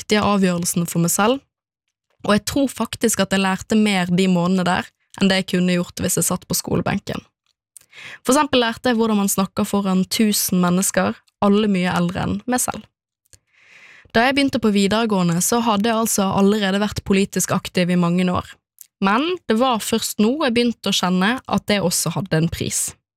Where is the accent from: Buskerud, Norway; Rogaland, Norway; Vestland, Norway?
Vestland, Norway; Bergen; born or raised there